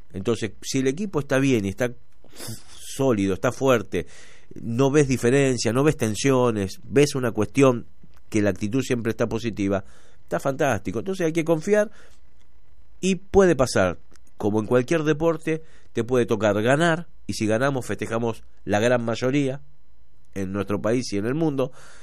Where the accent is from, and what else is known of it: Argentina